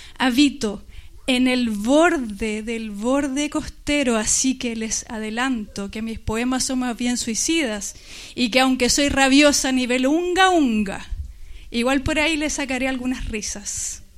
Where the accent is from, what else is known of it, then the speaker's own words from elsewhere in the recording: Santiago, Santiago Metropolitan Region, Chile; crecí en Lo Espejo, en una comuna kuma, como dice la Rosy. Una comuna periférica en la capital, allá en Chile, de esas donde hay que andar mirando para atrás